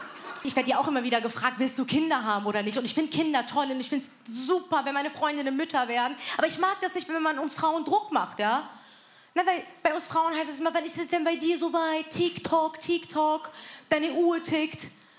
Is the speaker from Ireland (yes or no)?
no; Wiesbaden, Hesse, Germany; Da, wo ich herkomme, wird es einfach zugetackert und gut ist. Und damit meine ich nicht Iran, sondern Wiesba